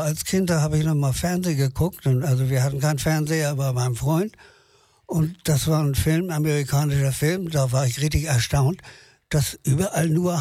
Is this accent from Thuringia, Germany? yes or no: no; Hamburg, Germany; ich bin geboren im Berliner Tor Krankenhaus. Am Berliner Tor.